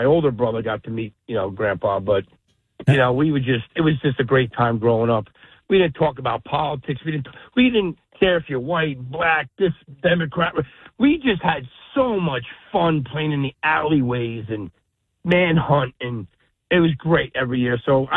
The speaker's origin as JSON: {"language": "English", "region": "New Jersey", "country": "United States", "tie": "born or raised there", "said": "So growing up, where I grew up in Lodi, Jersey City, and Elizabeth, we all went to the aunts and uncles on the Polish side."}